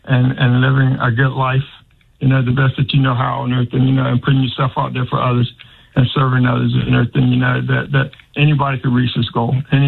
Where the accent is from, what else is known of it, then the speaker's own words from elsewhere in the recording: United States; I was born here. I was born here in America, so I'm just a Black American.